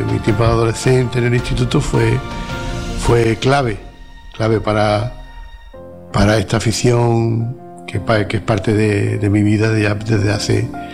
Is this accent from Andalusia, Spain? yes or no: yes; La Rinconada, Andalusia, Spain; born there; un habitante de La Rinconada. Nací hace 59 años en La Rinconada. Y soy eso, un simple ciudadano de este magnífico pueblo.